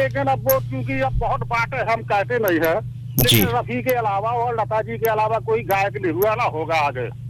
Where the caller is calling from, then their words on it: Uttar Pradesh, India; हमारी यूपी के इतने गीतकार हैं यार के कहीं की नहीं होंगे